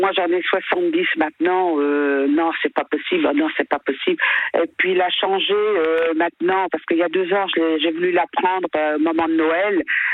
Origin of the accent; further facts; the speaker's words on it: Normandy, France; puis je suis venue en Normandie puisque je suis normande.